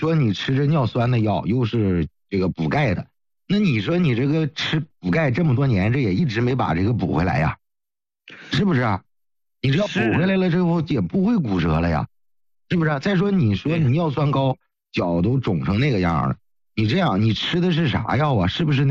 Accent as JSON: {"language": "Chinese", "region": "Heilongjiang", "country": "China", "said": "我家就是哈尔滨下面的。"}